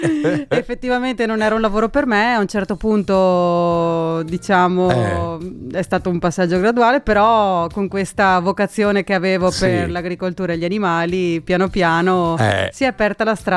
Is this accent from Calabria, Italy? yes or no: no; Treviso, Veneto, Italy; moved away as an adult; now in Colli Berici, Italy; mi sono spostata. Sono originaria di Treviso, adesso abito sui colli iberici.